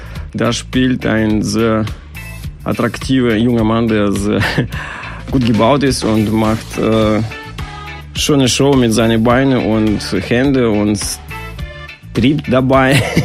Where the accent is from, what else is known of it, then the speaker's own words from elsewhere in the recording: Russia; German is a second language; moved away; ich komme aus Russland